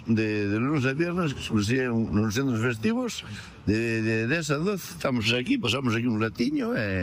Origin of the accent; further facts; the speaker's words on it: Toques, Galicia, Spain; Eu son de Toques.